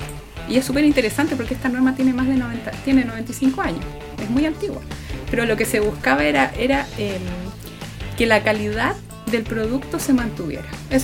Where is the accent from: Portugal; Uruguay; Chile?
Chile; nosotros como chilenos